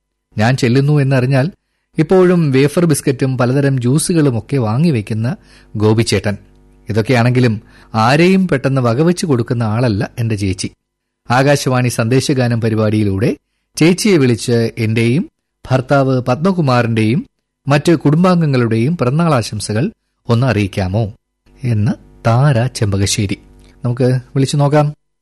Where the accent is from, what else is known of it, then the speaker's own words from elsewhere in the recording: Thiruvananthapuram, Kerala, India; ഞാൻ തിരുവനന്തപുരത്തുനിന്നാ.